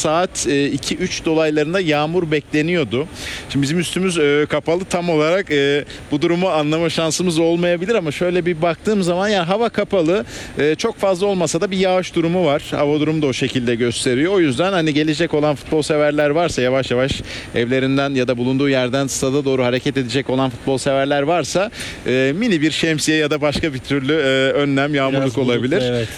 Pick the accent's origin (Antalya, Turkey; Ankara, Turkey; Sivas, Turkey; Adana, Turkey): Antalya, Turkey; Tabii bilmeyenler varsa Antalyalıyım ben.